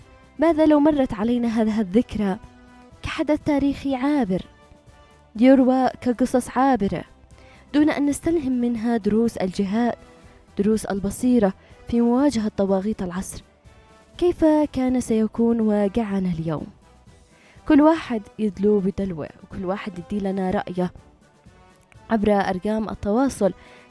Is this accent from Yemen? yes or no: yes; Yemen; إحنا كيمنيين بأكملنا أو بأغلبنا تهج على هذا النهج وتربى على هذا التربية وتمسك بمنهج وطريق الإمام زيد